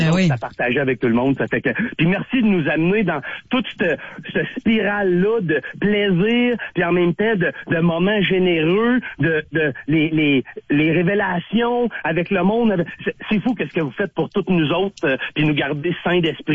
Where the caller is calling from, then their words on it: Quebec, Canada; ça fait 3 ans que je suis en Gaspésie